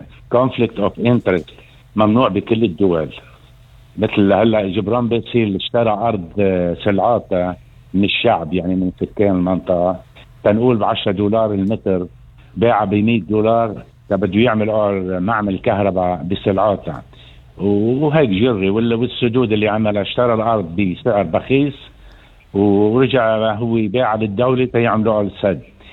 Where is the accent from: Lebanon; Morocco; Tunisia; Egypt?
Lebanon; عندنا بلبنان